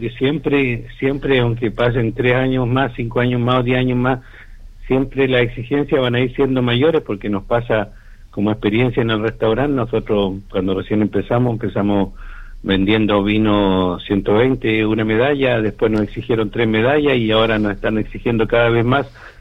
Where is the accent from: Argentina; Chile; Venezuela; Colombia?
Chile; Ancud, Los Lagos; yo soy nacido y criado en Chiloé, en Ancud